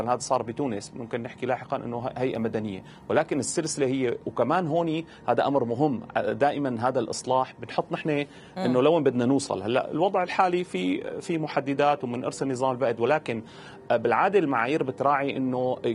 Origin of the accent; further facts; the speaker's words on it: Syria; هلأ نحن عندنا بسوريا بإشراف وزارة الداخلية